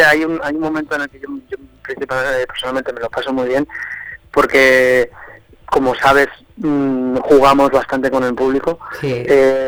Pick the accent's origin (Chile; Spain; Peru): Spain; Logroño, La Rioja; moved away; also born or lived in Pamplona; yo soy de Logroño.